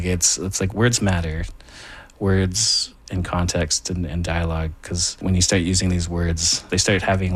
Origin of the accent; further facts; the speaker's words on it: Thunder Bay, Ontario, Canada; I grew up in the North and I can kind of see where that ends. You know, I grew up in Thunder Bay